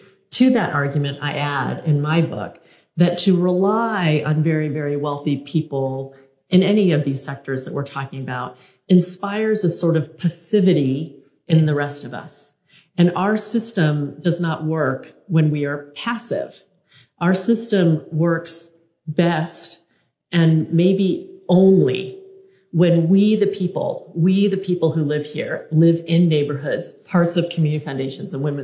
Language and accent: English; Kansas City, Missouri, United States; But I grew up in Kansas City, you know, and my neighbors were Republicans, but these are the old fashioned Republicans, not the current version.